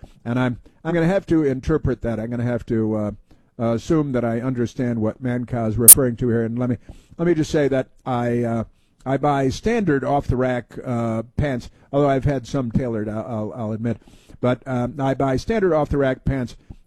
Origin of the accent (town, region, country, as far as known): Chicago, Illinois, United States; born or raised there